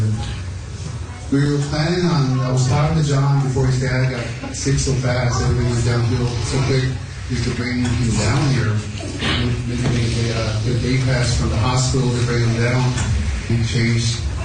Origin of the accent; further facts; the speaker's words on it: Newfoundland and Labrador, Canada; Because we're not from Ottawa. We don't have a land in Ottawa. They're just in a room, closed up, locked up. I said, they don't belong there. I said, those artifacts belong in Labrador.